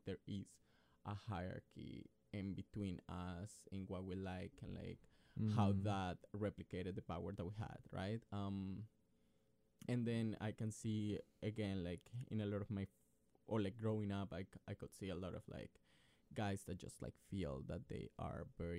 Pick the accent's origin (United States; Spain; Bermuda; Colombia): Colombia; moved away; I grew up in Colombia and we have a very like conservative kind of culture.